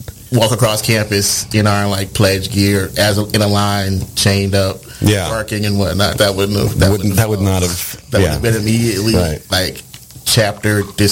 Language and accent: English; Mississippi, United States; I'm from Mississippi